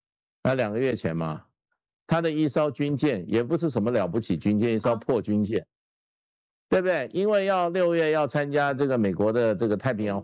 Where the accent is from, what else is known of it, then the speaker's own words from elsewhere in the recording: Taiwan; 我20几岁我就接触过荷兰人啊，跟他密切相处两个礼拜。我那时候我们台湾